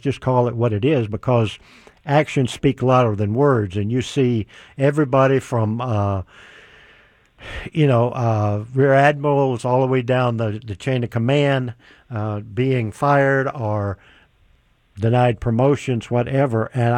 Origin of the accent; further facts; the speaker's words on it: Deep South, United States; I grew up in the Deep South